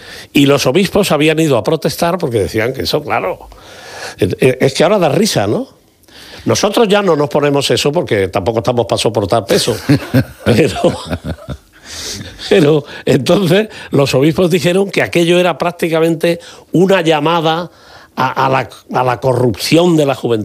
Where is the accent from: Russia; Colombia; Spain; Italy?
Spain; Andalusia; moved away; yo soy andaluz.